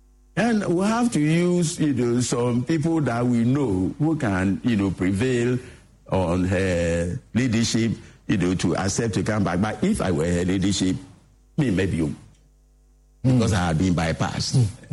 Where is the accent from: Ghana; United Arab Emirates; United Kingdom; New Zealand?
Ghana; I'm a Ghanaian, so I know how these things work.